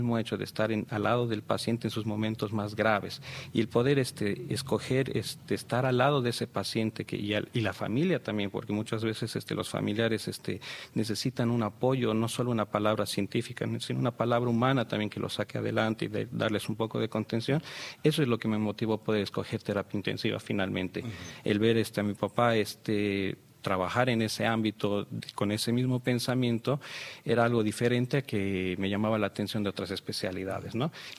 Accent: Mexico; born there; also born or lived in Bolivia; yo soy nacido en México, mamá mexicana, papá boliviano, mi vida entre México y Bolivia.

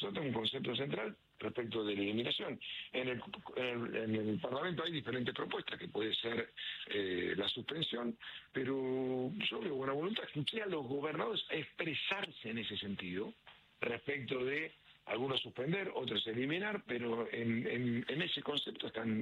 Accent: Argentina; este gigante que somos los argentinos o nuestro país, que estaba adormecido.

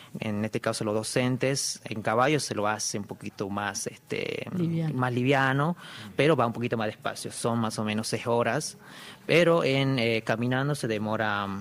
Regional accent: Abrapampa, Jujuy, Argentina; also born or lived in La Quiaca / Tilcara; Soy Abrapampa, nacido en La Quiaca, ajá. Me crié en Abrapampa, hice mis estudios primarios y secundarios y la universidad, bueno, el nivel terciario en Tilcara.

